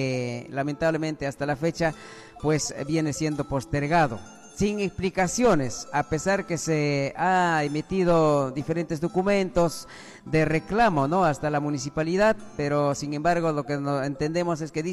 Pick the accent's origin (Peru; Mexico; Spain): Peru; now in Lima, Peru; que no viven en nuestro distrito de Akira, pero sin embargo van a sufragar. Bueno, de repente ahí podemos confundir quizás muchos que vamos de las ciudades, como en el caso mío, por ejemplo, ¿no? Yo vivo en Lima, pero sin embargo, a cumplir mi deber cívico, mi obligación, ¿no?, viajo